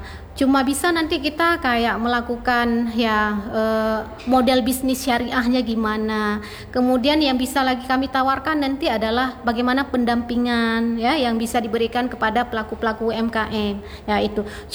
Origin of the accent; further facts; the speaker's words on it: Aceh, Indonesia; kita tetap dengan identitas kita Aceh, kita tetap dengan karakteristik Aceh